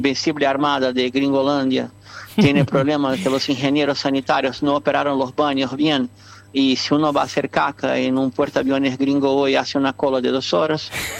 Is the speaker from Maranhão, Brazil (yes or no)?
no; Rio de Janeiro, Brazil; Mirá, Gabriela comentó que yo vengo de Río, entonces estamos muy acostumbrados a recibir marinos yanquis y fusileros navales yanquis en Río